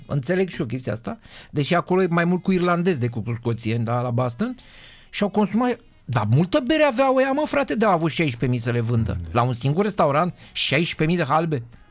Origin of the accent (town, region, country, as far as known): Romania; born there